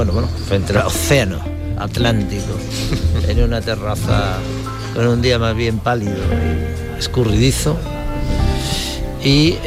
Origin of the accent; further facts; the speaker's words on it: La Palma del Condado, Andalusia, Spain; Yo me retiré aquí, evidentemente, porque soy andaluz, soy de La Palma del Condado, y porque aquí está parte de mi memoria, ¿no? De mi infancia, ¿no?